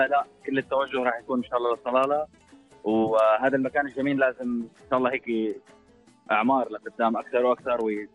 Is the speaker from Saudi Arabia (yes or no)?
no; Syria; now in United Arab Emirates; أنا سوري مقيم في الإمارات